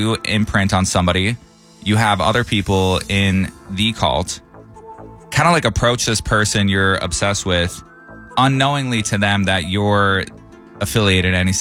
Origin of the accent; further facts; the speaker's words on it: Traverse City, Michigan, United States; my hometown in Traverse City, Michigan